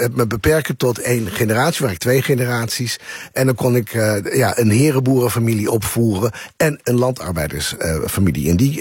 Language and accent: Dutch; Assen, Drenthe, Netherlands; Ik kom zelf uit Assen, ja.